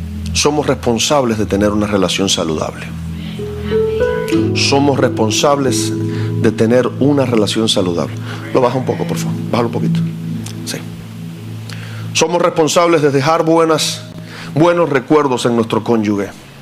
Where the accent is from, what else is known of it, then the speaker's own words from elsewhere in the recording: Cuba; moved away; En mi país somos muy cariñosos. El cubano le dice mi amor, mi vida a todo el mundo.